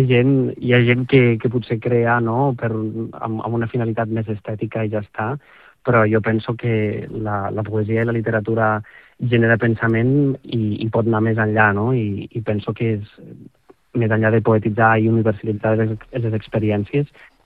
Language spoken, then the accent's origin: Catalan; Catalonia, Spain; jo soc de Ponent i hi ha un paisatge de Terra Baixa que em ressona molt